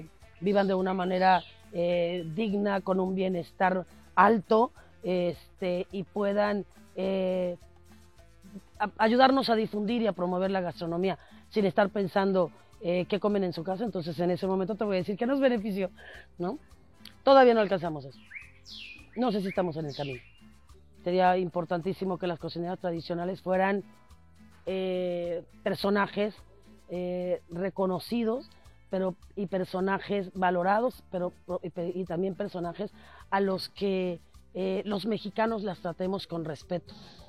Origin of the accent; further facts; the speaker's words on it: Mexico; Y a veces como mexicano nosotros no lo valoramos.